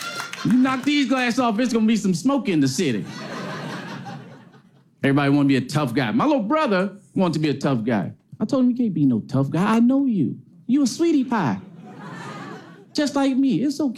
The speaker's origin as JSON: {"language": "English", "town": "Detroit", "region": "Michigan", "country": "United States", "said": "I'm from Detroit."}